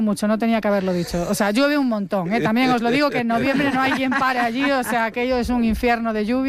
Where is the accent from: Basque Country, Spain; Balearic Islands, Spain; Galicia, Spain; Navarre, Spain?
Galicia, Spain; Santiago de Compostela; Yo soy de Santiago de Compostela.